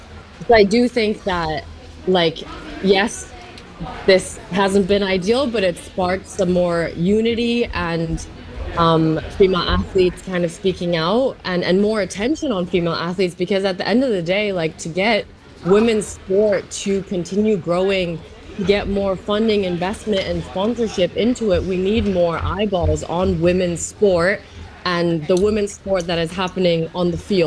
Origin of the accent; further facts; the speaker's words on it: Shanghai, China; English is a second language; I grew up half Chinese in Shanghai. I compete for the German national team. I'm German Chinese